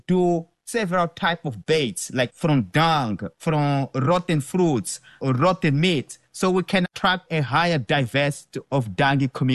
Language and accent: English; Beira, Sofala, Mozambique; He used to work on crickets, on katydids of Mozambique. So he used to work on insects. We grew up together in Beira.